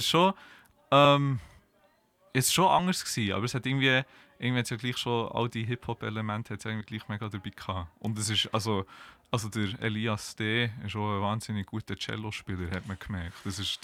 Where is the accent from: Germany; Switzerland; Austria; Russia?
Switzerland; Bern; deswegen komme ich sogar extra aus Bern daher.